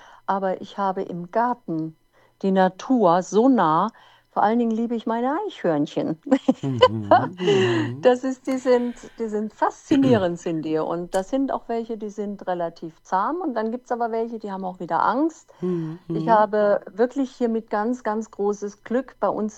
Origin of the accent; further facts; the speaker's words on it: Hesse, Germany; now in Northern Germany, near the North Sea; gebürtig aus dem Odenwald. Der Odenwald, das ist ja ein recht hochgelegenes Gebiet mit wunderschönen, vielen Wald.